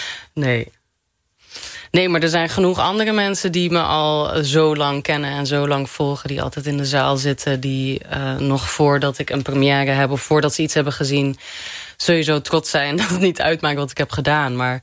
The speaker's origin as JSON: {"language": "Dutch", "country": "Morocco", "said": "ik heb een hele Marokkaanse opvoeding gehad. Ik ben voor een groot deel ook door mijn grootmoeder opgevoed. En ik kom uit Marokko en het is een islamitisch land"}